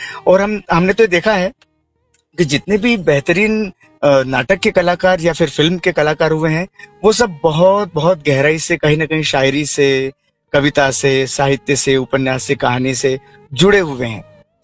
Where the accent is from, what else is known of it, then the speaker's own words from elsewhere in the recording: Ujjain, Madhya Pradesh, India; moved away as an adult; now in Bhopal, India; मूलतः मैं उज्जैन मध्य प्रदेश का रहने वाला हूँ, लेकिन 2007 से मैं लगातार भोपाल में रहता हूँ